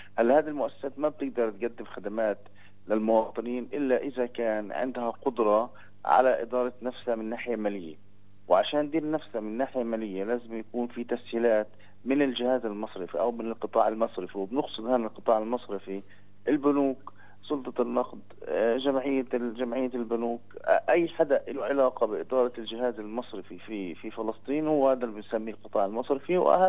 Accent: Palestine; فرصنا كفلسطينيين

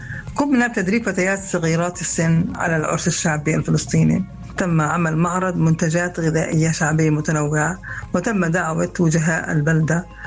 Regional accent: Asira ash-Shamaliya, Nablus Governorate, Palestine; بلدتنا الحبيبة عصيرة الشمالية الرائعة بأهلها.

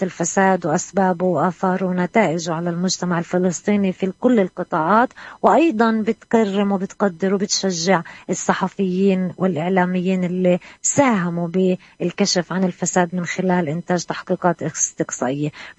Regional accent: Palestine; وإحنا كشعب فلسطيني تحت الاحتلال

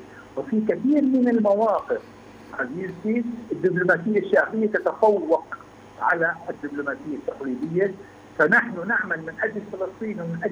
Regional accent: Palestine; بالنسبة لنا كفلسطينيين

